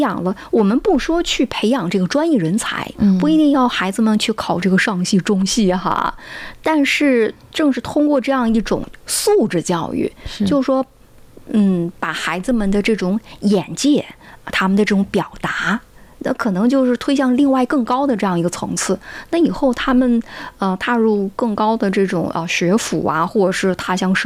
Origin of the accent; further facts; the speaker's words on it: Northeast China, China; 我们东北人